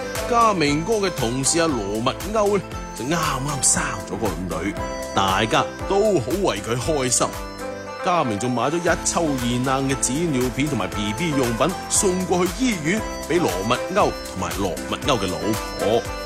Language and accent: Cantonese; Xinhui, Guangdong, China; accent: Xinhui dialect; 所谓仔，亦都系我哋新会话或者系我哋广东话口音，指嘅系小孩子